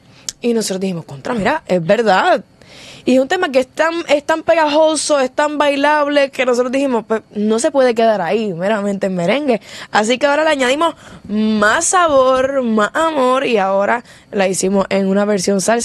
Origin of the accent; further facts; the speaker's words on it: Puerto Rico; soy la única boricua nominada.